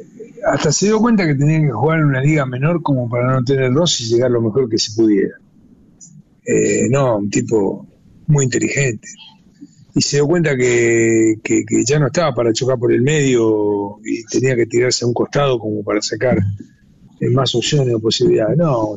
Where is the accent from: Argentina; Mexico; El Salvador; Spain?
Argentina